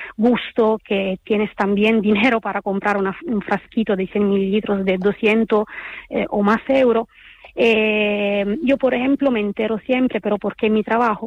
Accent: Italy; yo soy de origen italiana

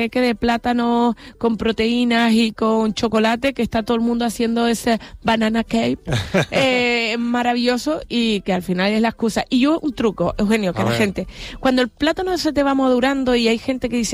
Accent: Canary Islands, Spain; yo voy a decir que soy la canaria que le gusta el plátano

